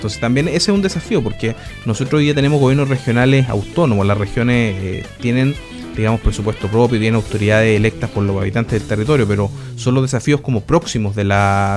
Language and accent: Spanish; Chile; el día que no hace sentir un... como chileno, ese sentido único de pertenencia a un territorio, a la nación